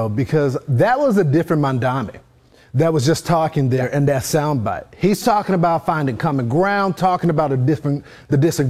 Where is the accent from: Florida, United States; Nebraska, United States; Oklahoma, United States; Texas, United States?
Texas, United States; born there; my home state of Texas